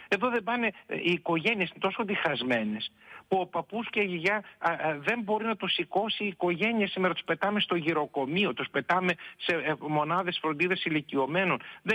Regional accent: Eastern Macedonia and Thrace, Greece; now in Athens, Greece; εγώ είμαι από την επαρχία πάνω από την Ορεστιάδα του Εύρου. Τώρα φυσικά επί 30 χρόνια είμαι κληρικός εδώ στην Ιεράρχη Επισκοπή Αθηνών.

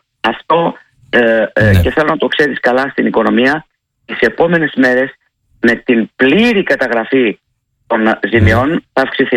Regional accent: Samos, North Aegean, Greece; ολόκληρο το νησί μου, η Σάμος.

